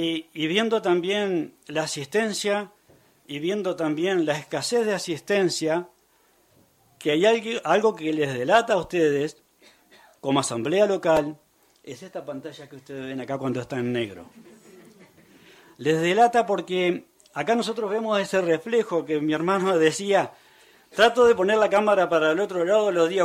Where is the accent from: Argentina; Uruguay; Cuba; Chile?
Uruguay; Bueno, somos hermanos de Uruguay, como lo decían.